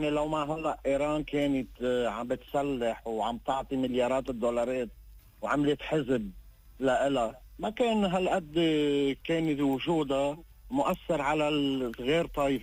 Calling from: Lebanon

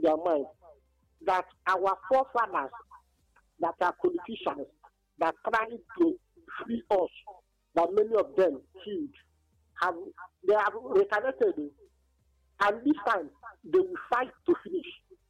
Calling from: Anambra, Nigeria; I'm calling from Matala, Okama, Anambra State.

